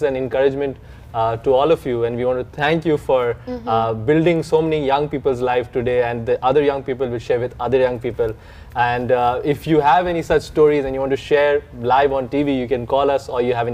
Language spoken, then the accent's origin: English; India; Me as an Indian.